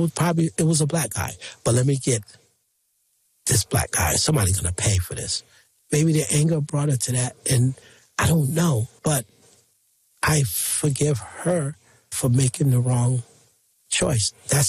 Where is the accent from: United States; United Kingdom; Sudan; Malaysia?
United States; Hartford, Connecticut; You know, we are from Hartford. Hartford is very small.